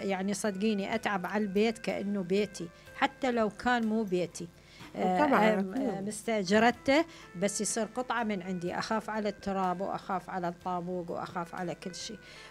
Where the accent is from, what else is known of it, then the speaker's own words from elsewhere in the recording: Iraq; فالبيوت أيضا إحنا عندنا في العراق كنا البيوت فيها أشكال وألوان